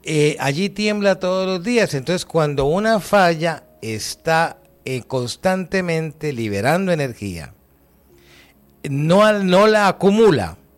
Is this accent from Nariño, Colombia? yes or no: no; Santander, Colombia; departamento del Santander, de donde yo soy